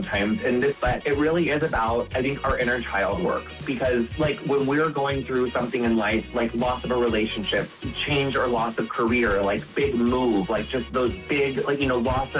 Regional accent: Quincy, Illinois, United States; I'm from Quincy. It's like not that far away.

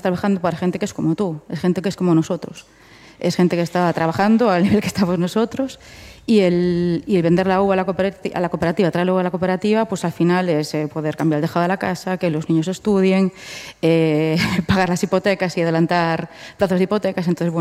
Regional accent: Vilagarcía de Arousa, Galicia, Spain; Tenemos el referente de donde yo soy, de Vila García de Arousa

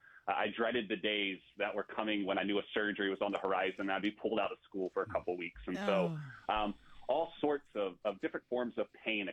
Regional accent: Raleigh, North Carolina, United States; born or raised there; also born or lived in Brooklyn, New York; now in Eugene, United States

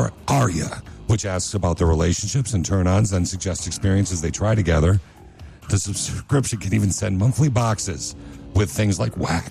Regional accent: Lansing, Michigan, United States; I grew up in Michigan in the Lansing area.

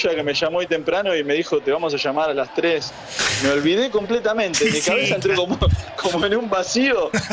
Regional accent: Argentina; somos todos de Argentina, por favor, Johnny, no. Somos todos argentinos

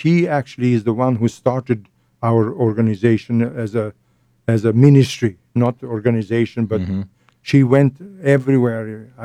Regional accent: Bulgaria; first language Bulgarian; English is a second language; I was standing beside her, and I did not speak English, neither did I speak Swedish. Nobody speaks Bulgarian, so all I could do is cry and cry.

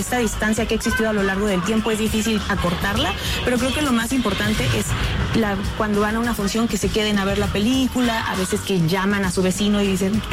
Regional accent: Huajuapan de León, Oaxaca, Mexico; Yo, como una persona que crecí en Huajuapan de León

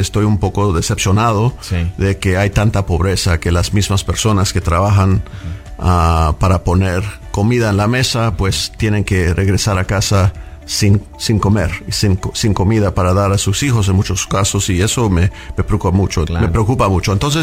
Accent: Fresno, California, United States; Pues, soy residente de Fresno. Crecí aquí y estudié en escuelas públicas locales. Me crió una madre soltera que trabajaba en varios empleos para sacarnos adelante.

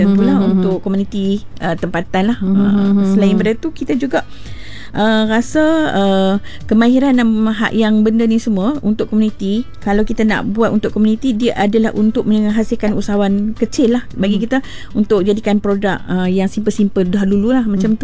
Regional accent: Kuala Nerang, Kedah, Malaysia; Asal saya orang Kuala Nerang.

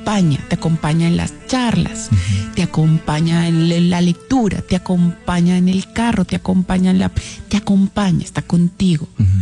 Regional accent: Valencia, Carabobo, Venezuela; yo soy de Valencia

